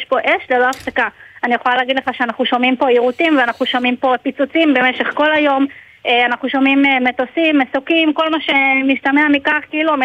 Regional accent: Safed, Northern District, Israel; now in Kiryat Shmona, Israel; לא, אני לא נולדתי בקריית שמונה, אני נמצאת פה 13 שנים.

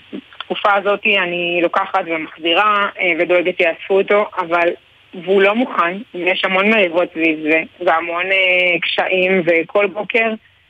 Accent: Kiryat Shmona, Northern District, Israel; אני גדלתי וגרתי בקריית שמונה כל חיי מבד הפינוי, ואני מאוד אוהבת ומחוברת את העיר, מחוברת לעיר

